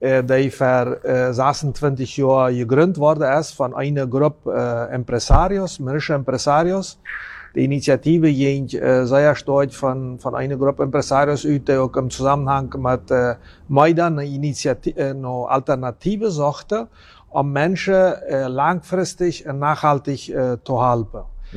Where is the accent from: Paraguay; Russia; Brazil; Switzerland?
Paraguay; Friesland, San Pedro; also born or lived in Chaco; Also, ich komme ursprünglich aus Friesland.